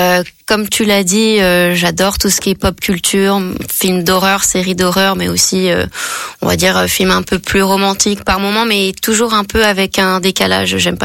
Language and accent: French; Paris, Île-de-France, France; born there; also born or lived in Côte d'Azur / Marseille / French Guiana; Donc je suis née à Paris en vrai. Je suis revenue sur mes terres, mais sinon je suis partie très tôt sur la Côte d'Azur. J'ai fait un passage à Marseille dans les Bouches-du-Rhône. Ensuite on est parti en Guyane française.